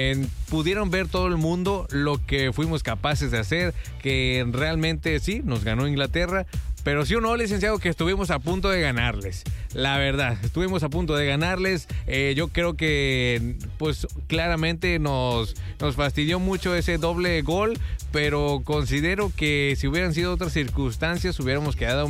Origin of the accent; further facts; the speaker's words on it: Mexico; somos muchísimos mexicanos